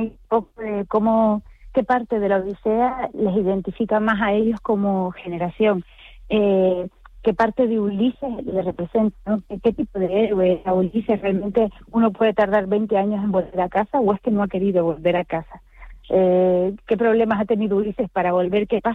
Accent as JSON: {"language": "Spanish", "region": "Canary Islands", "country": "Spain"}